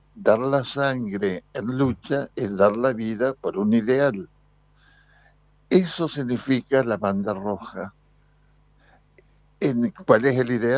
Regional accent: Entre Ríos, Argentina; nosotros los entrerrianos

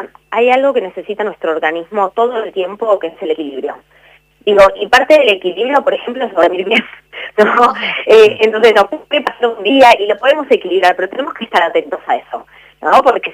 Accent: Argentina

